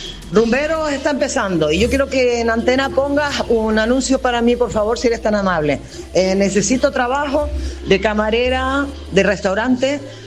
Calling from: Arafo, Canary Islands, Spain; Vivo en Arafo, tengo coche y tengo 58 años. Bueno, aún no, los cumplo en noviembre

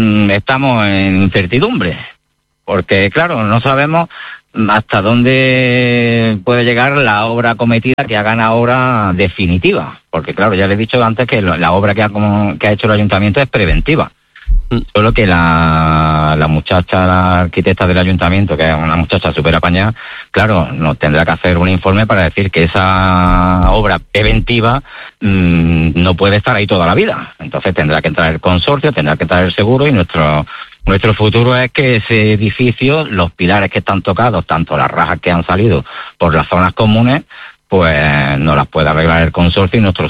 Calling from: Granada, Andalusia, Spain; somos de Granada. Entonces, pues tenemos familiares, tenemos nuestros padres y otros familiares que están en la misma ciudad.

